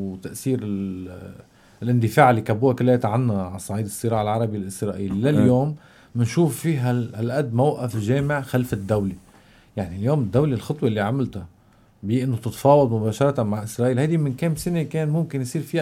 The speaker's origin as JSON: {"language": "Arabic", "town": "Tripoli", "region": "North Governorate", "country": "Lebanon", "said": "يعني انا من طرابلس اللي تعتبر هي العصب السني الاقوى"}